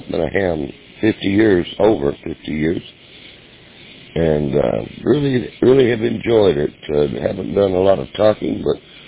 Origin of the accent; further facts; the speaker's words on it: Mobile, Alabama, United States; I'm from Mobile, Alabama, but on a road trip in Birmingham this morning